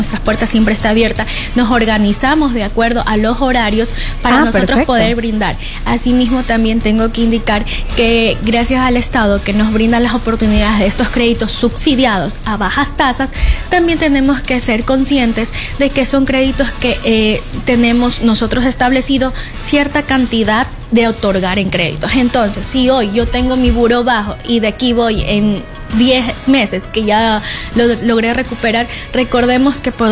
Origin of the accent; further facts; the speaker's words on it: El Oro, Ecuador; born there; siempre repito, soy nacida aquí en El Oro